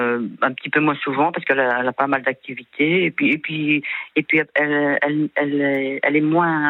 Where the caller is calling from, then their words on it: Occitanie, France; moi je suis en Ariège